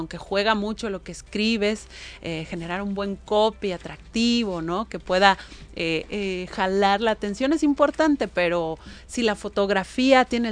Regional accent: San Marcos, Guerrero, Mexico; also born or lived in Acapulco; yo soy originaria de nací en Acapulco, pero crecí en San Marcos, ¿no? Que está muy cerca de aquí

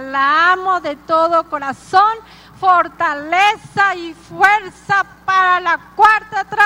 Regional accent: Iztapalapa, Mexico City, Mexico; Vengo de Iztapalapa, de con todo honor.

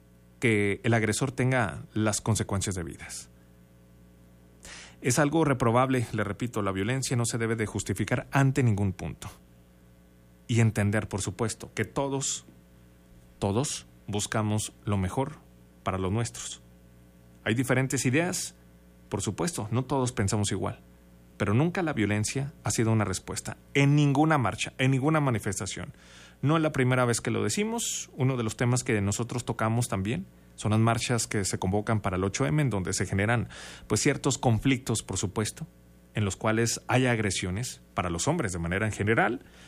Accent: Chihuahua, Mexico; No hay que olvidar que somos mexicanos, somos chihuahuenses.

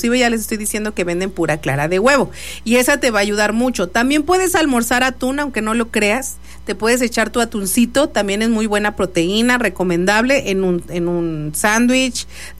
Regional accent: Mexico; aquí como buen mexicano

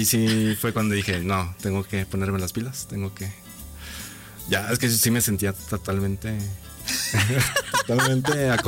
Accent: Aguascalientes, Mexico; Yo soy de aquí de Aguas.

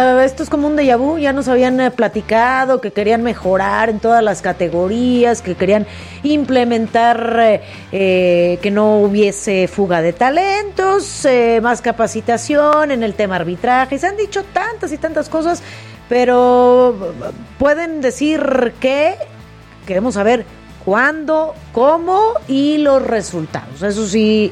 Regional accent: Tepatitlán, Jalisco, Mexico; now in Mexico City, Mexico; Y hasta que de pueblo, es más, ni siquiera de Guadalajara, de Tepatitlán.

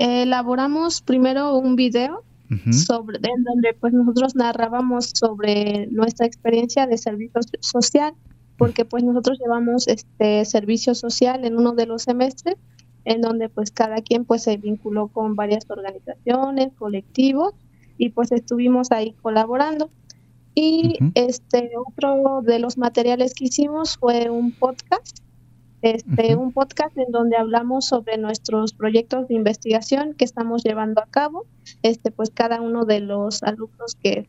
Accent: Tequila, Mexico; Yo soy de aquí de Tequila, donde está la sede de la UBI Grandes Montañas.

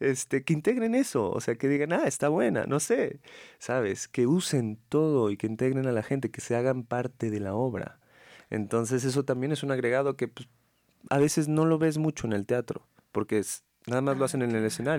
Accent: Zacatecas, Mexico; Todos somos de Zacatecas.

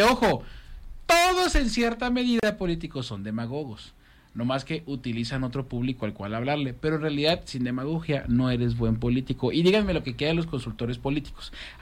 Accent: Mexico City, Mexico

